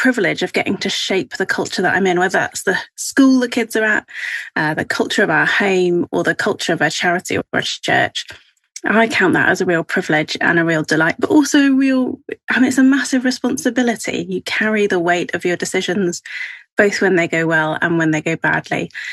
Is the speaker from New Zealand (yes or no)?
yes; New Zealand; moved away; so I grew up in New Zealand where everyone had a bit of a can-do attitude. And when we came to England, I found lots of people who were like, just a little bit more passive.